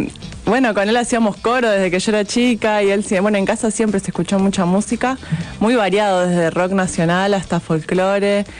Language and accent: Spanish; Los Conquistadores, Entre Ríos, Argentina; now in Santa Fe, Argentina; Yo soy de los conquistadores como Alan, tal cual.